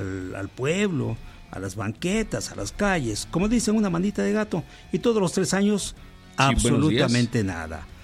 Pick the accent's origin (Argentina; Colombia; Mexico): Mexico; Santiago Xochiquiltongo, Oaxaca; eso de la manita de gato es como en mi pueblo, en Santiago Xochiquiltongo.